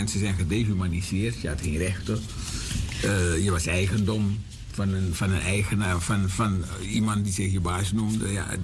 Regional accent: Suriname; wij nog hebben als Surinamers

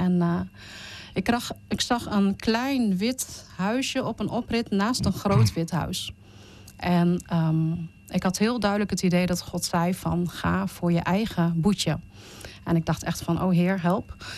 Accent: Indonesia; now in Netherlands; Ik kom uit Indonesië en ben geadopteerd naar Nederland verhuisd. En mijn geboortebewijs ligt nog in Indonesië.

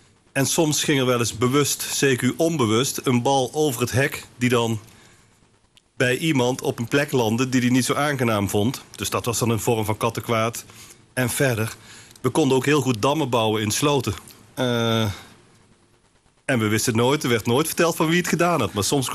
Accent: Nijnsel, North Brabant, Netherlands; moved away as an adult; now in Son en Breugel, Netherlands; kom ik oorspronkelijk uit Nijnsel.

